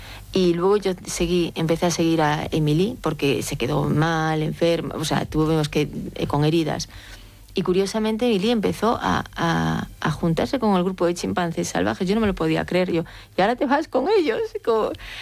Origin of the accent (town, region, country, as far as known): Galicia, Spain